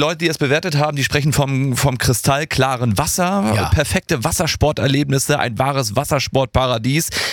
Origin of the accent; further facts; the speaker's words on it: Ratzeburg, Schleswig-Holstein, Germany; Es geht um den Ratzeburger See. Liebe Grüße in meine Heimatstadt.